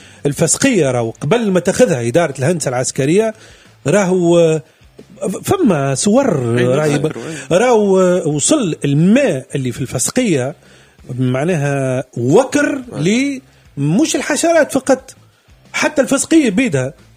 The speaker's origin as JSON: {"language": "Arabic", "town": "Kairouan", "region": "Kairouan Governorate", "country": "Tunisia", "tie": "born or raised there", "said": "أنا نتفكر وأنا صغير في القيروان"}